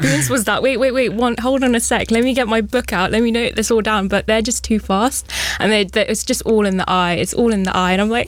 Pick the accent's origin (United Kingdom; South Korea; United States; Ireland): United Kingdom; London; I would say I'm very fortunate because I grew up in London and every door, like every street, there's a Tamil shop.